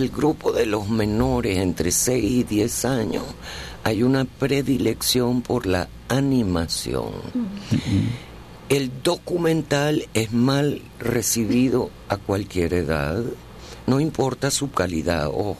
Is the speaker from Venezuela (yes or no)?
yes; Venezuela; born there; yo sentía en mi juventud, en mi adolescencia, que estando en Venezuela y siendo mujer